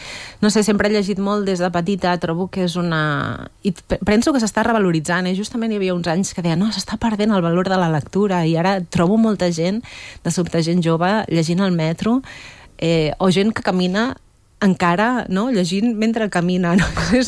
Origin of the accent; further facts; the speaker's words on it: Sant Fost de Campsentelles, Catalonia, Spain; also born or lived in Granollers / Mollet del Vallès; Vaig néixer, en realitat vaig néixer a Granollers i he viscut sempre a Sant Fost i després a Mollet, de jove, però vaig anar a l'institut de Mollet.